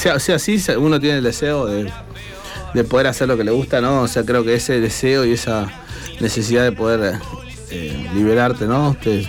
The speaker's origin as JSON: {"language": "Spanish", "town": "Marcos Paz", "region": "Buenos Aires Province", "country": "Argentina", "tie": "born or raised there", "moved": "as an adult", "lives_now": "La Plata, Argentina", "said": "Hasta que me instalo en la ciudad de La Plata, ¿no? Yo soy Marcos Paz, nativo de Marcos Paz, originario."}